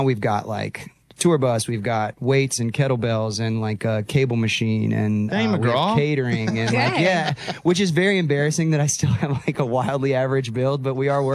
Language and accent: English; Texas, United States; Growing up in Texas, it's kind of in your bones.